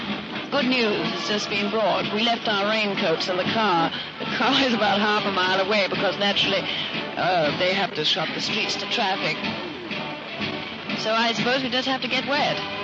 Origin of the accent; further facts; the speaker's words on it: United Kingdom; being British